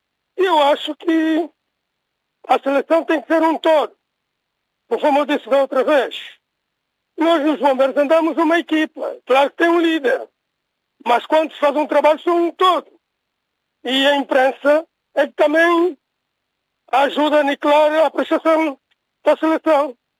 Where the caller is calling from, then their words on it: Portugal; Mesmo como português